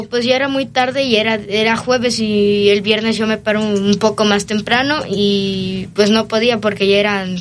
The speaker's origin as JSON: {"language": "Spanish", "region": "Mexico City", "country": "Mexico", "said": "yo soy de Ciudad de México"}